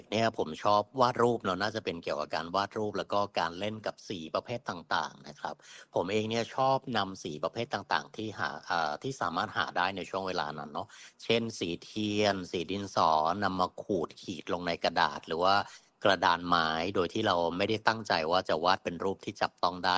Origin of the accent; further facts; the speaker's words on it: Thailand; เป็นคนจังหวัดชลบุรีครับบ้านอยู่